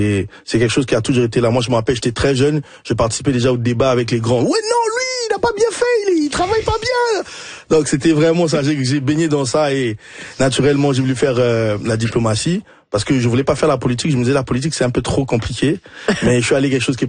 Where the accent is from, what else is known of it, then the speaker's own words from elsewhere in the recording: DR Congo; moved away as an adult; also born or lived in United States; C'est partie prenante de la vie chez nous au Congo.